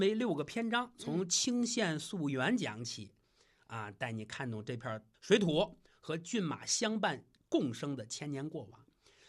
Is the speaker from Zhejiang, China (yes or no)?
no; Cangzhou, Hebei, China; 我说我沧州的。